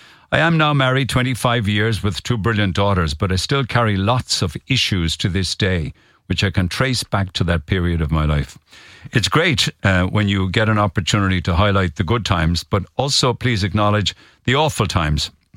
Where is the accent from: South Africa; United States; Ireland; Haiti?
Ireland; Silvermines, Munster; now in Cork, Ireland; I've lived in Cork for the past 45 years. But I'm originally from Silver Mines in Tipperary, where I went to school.